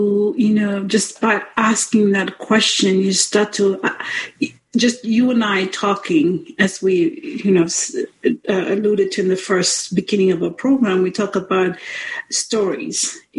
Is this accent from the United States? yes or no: no; Vanuatu; I'm from Vanuatu